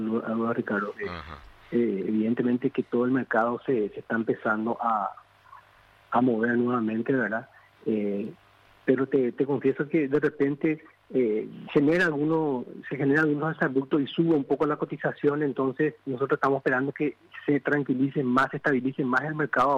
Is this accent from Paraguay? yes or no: yes; Paraguay; Como todo paraguayo siempre estamos pendientes de la selección, ¿verdad?